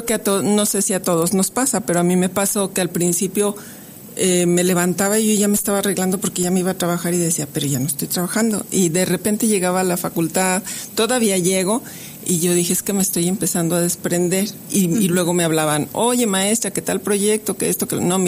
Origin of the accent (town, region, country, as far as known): Durango, Mexico; born there